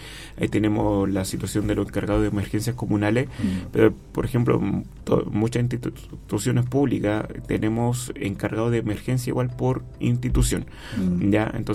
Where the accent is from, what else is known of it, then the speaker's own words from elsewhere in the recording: Chile; somos chilenos, estamos acá